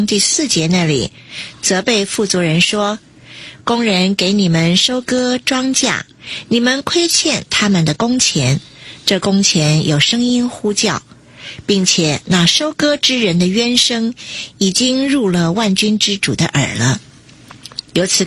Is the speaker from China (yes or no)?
yes; China